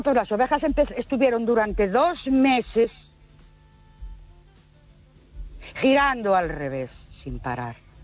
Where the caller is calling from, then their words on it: Ourense, Galicia, Spain; Buenas noches. … de Ourense.